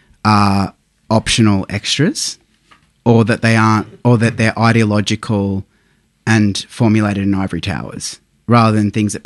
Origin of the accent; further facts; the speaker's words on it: Queensland, Australia; I'm from Queensland.